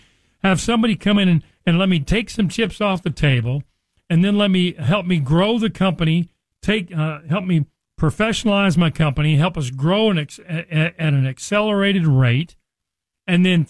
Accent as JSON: {"language": "English", "town": "Richardson", "region": "Texas", "country": "United States", "tie": "born or raised there", "also_born_or_lived": "Nebraska", "said": "I grew up in Dallas. I've been here almost my entire life. I was born in Nebraska, but as a very young boy, my mom and dad moved us down from Nebraska to Dallas. I grew up in Richardson"}